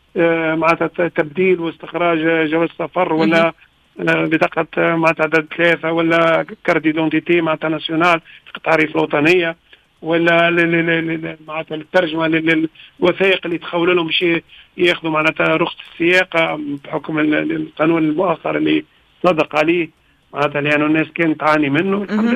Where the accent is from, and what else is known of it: Tunisia; now in Umbria, Italy